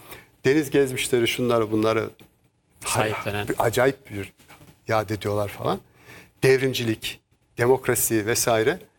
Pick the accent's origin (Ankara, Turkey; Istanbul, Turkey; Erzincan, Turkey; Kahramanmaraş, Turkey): Istanbul, Turkey; Biz İstanbul'da büyüdük. İstanbul'da çalıştığımız ya da okuduğumuz yerlerde PKK sempatizanı olan gençler bir sürü laf ederlerdi